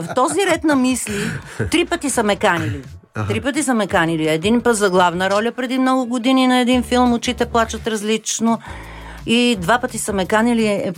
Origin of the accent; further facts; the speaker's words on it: Montana, Montana Province, Bulgaria; аз съм от Монтана, от Северозапада.